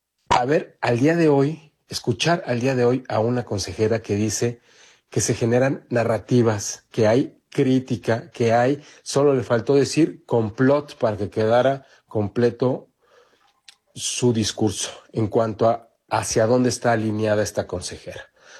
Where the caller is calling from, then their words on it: Mexico; ¿Qué nos toca a nosotros como mexicanos?